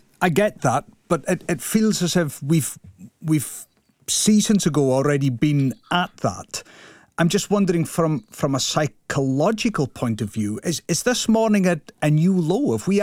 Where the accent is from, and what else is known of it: Scotland, United Kingdom